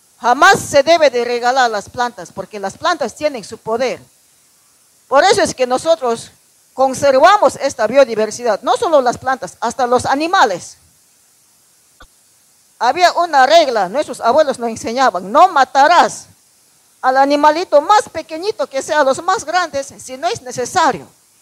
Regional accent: Ecuador; nosotros que somos americanos, que somos países latinos, que somos pueblos originarios

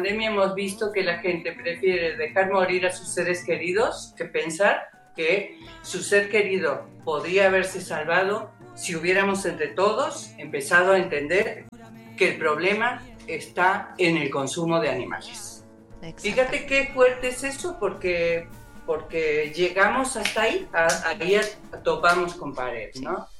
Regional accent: Argentina; moved away as an adult; now in Mexico; Salimos de Argentina un grupo de música, anduvimos de pueblo en pueblo cantando y hubo un momento en que decidí venir a despedir a una amiga y me gustó y me quedé.

